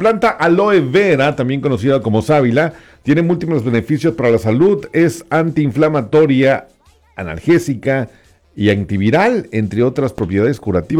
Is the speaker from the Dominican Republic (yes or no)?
no; northern France, France; Allá en, bueno, de mi pueblo